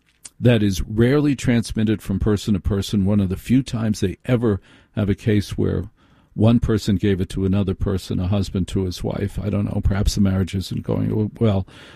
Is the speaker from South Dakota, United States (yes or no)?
no; Maplewood, New Jersey, United States; I grew up in Maplewood, New Jersey.